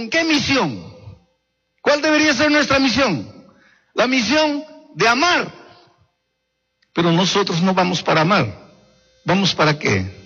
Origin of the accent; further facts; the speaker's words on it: Brazil; En el Brasil nosotros tenemos una frase que dice así.